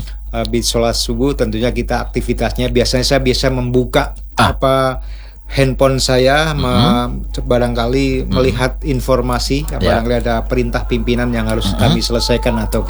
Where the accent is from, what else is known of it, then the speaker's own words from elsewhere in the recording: Central Java, Indonesia; moved away as an adult; also born or lived in Central Kalimantan; now in Southeast Sulawesi, Indonesia; Kalau saya asli dari Jawa Tengah. Suku Jawa tentunya kan.